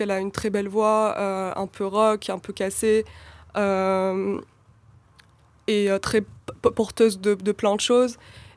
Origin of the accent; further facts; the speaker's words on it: Algeria; first language Kabyle; French is a second language; Moi, par exemple, le kabyle, ça reste ma langue maternelle, et c'est une des langues les plus importantes pour moi, que je parle très bien, etc. Mais par la force des choses, c'est le français que j'emploie au quotidien, je pense en français.